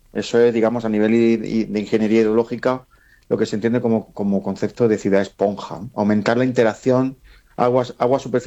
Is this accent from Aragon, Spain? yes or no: no; Andalusia, Spain; En las ciudades andaluzas, Yo soy andaluz, eso es de primer orden de preocupación en las ciudades andaluzas